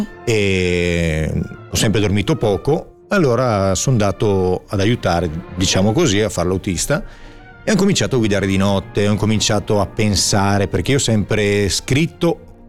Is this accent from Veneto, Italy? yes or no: yes; Verona, Veneto, Italy; born there; moved away as an adult; also born or lived in Como; perché io sono nato a Verona, diciamo, poi a 18 anni ho cominciato a girare il mondo.